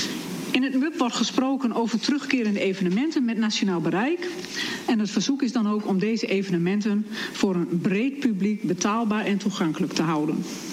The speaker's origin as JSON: {"language": "Dutch", "region": "Drenthe", "country": "Netherlands", "said": "Als Drenten"}